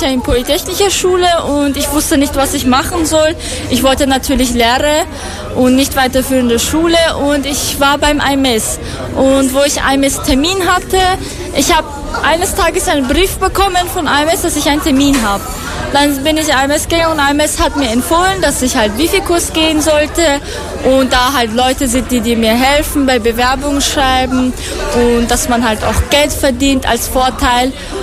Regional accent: Afghanistan; German is a second language; now in Austria; Ich komme aus Afghanistan.

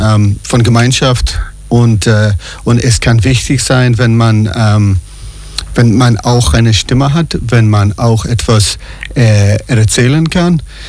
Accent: Dublin, Leinster, Ireland; German is a second language; Ich komme aus Dublin in Irland.

